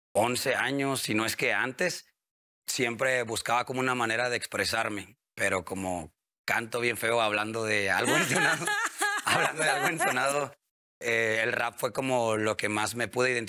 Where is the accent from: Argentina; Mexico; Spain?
Mexico; Monterrey, Nuevo León; no podía ni viajar fuera de Monterrey, que es de donde yo soy.